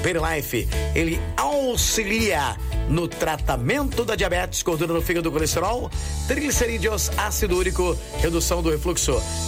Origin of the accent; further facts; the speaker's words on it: Descalvado, São Paulo, Brazil; Descalvado, minha terra querida, amada e inesquecível, Farmácia São Paulo.